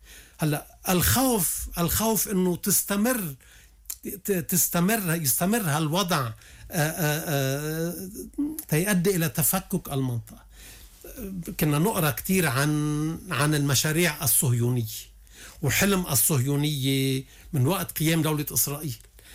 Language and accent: Arabic; Lebanon; مشان هيك نحن مطلوب منا كلبنانيين نلتف قدر الإمكان على بعضنا ونفتش بسرعة عن حل سريع،